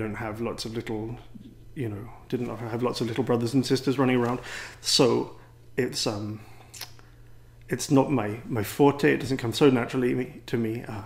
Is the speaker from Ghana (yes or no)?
no; England, United Kingdom; accent: English; now in United States; I'm from England originally, and I hope that I have retained my English accent.